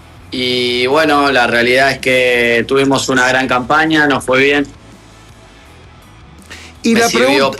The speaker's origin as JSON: {"language": "Spanish", "country": "Argentina", "moved": "as an adult", "lives_now": "Piura, Peru", "said": "La posibilidad surgió en mi país, en Argentina"}